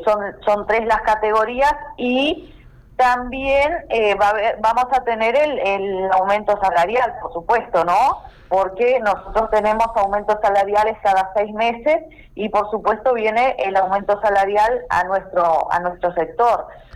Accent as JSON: {"language": "Spanish", "region": "interior", "country": "Uruguay", "moved": "yes", "said": "más con el interior, que es de donde vengo"}